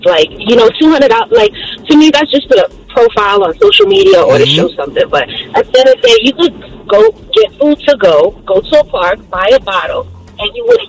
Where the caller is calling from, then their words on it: New York City, New York, United States; I'm calling from Queens.